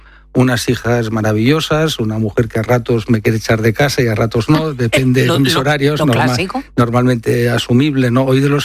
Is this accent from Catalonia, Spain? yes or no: yes; Barcelona, Catalonia, Spain; born or raised there